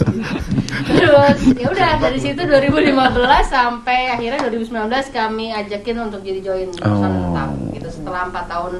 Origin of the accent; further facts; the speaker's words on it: Jakarta, Indonesia; Saya sebenarnya orang tua saya Jawa Tengah, tapi saya dari kecil di Jakarta.